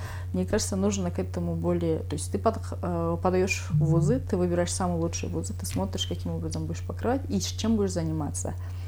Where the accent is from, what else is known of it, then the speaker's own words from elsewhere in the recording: Kyrgyzstan; Возможно, я даже первая кыргызка, которую там... Я, конечно, не изучала, но мне кажется, что я первая кыргызка, которая этот университет закончила вообще.